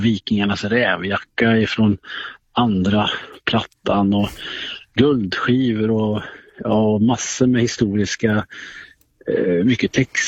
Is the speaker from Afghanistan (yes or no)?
no; Skara, Västra Götaland County, Sweden; Jag är uppvuxen i Skara